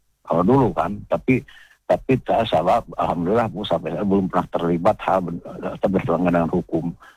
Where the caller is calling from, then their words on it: Bandung, West Java, Indonesia; Saya dari Bandung Timur, Bu, di sini ya.